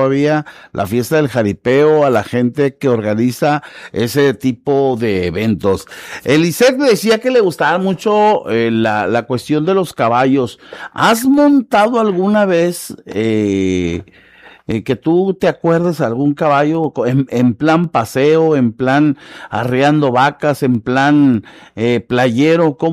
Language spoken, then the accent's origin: Spanish; Colima, Mexico; como mexicanos, como colimotes, como santiagenses